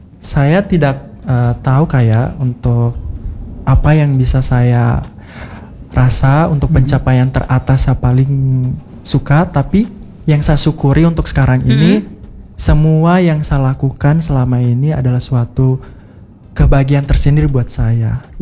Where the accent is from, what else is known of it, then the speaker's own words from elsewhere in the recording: Central Sulawesi, Indonesia; now in Palu, Indonesia; Alhamdulillah saya asalnya dari Kabupaten Buol.